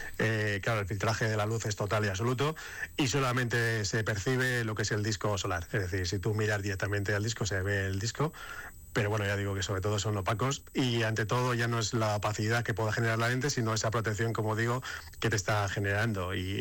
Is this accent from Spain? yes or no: yes; Spain; porque somos españoles